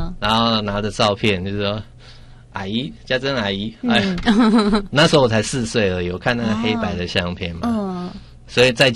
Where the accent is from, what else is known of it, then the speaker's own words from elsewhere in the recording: Taiwan; 到台湾都是长大到这个年纪